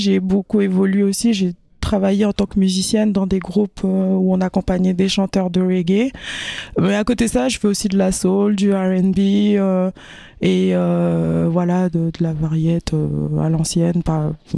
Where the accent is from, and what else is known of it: New Caledonia